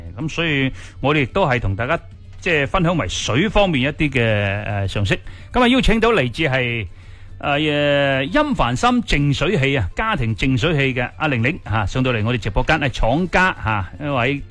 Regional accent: Guangdong, China; 我哋广东人唔中意叫嘅

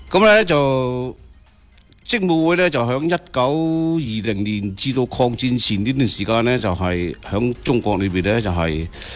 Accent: Foshan, Guangdong, China; 我哋作為佛山人啊

